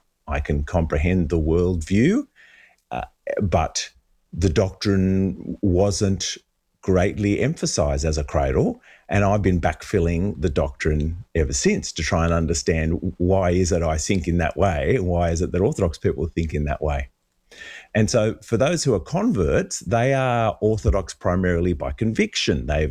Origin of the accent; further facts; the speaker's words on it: Sydney, New South Wales, Australia; born there; I am the third son of immigrants. So my parents were immigrants from Greece to Australia. I was born in Australia, born in Sydney.